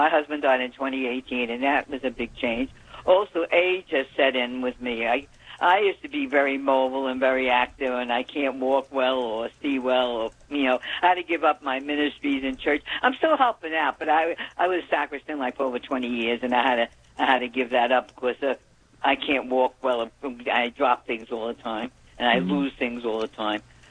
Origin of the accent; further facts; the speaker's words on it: New Jersey, United States; I'm from New Jersey, too, even though I wasn't born there, but I lived there for over 20 years.